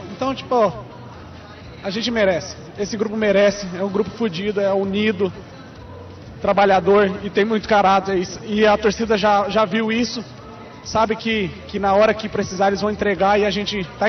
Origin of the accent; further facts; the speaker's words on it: Claudia, Mato Grosso, Brazil; moved away; Como foi quando eu saí de Cláudia, Mato Grosso, uma cidade muito pequena.